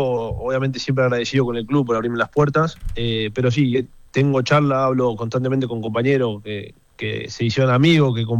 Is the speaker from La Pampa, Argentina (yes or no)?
no; Adolfo Gonzales Chaves, Buenos Aires, Argentina; moved away; Sí, de acá mismo, sí.